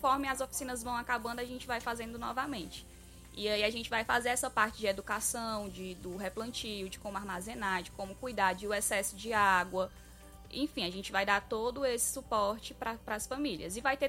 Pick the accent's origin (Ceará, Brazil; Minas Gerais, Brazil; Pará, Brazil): Ceará, Brazil; Fortaleza; A gente é aqui de Fortaleza, né?